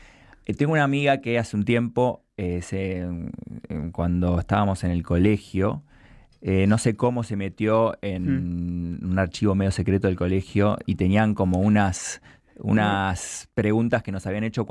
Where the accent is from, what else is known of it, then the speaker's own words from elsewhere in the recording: Buenos Aires, Argentina; Sí. Soy de acá de Capital.